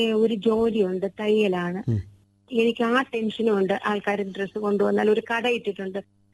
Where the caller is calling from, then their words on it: Kerala, India; ഞാൻ കരമലയിൽ നിന്നാണ് വിളിക്കുന്നത്.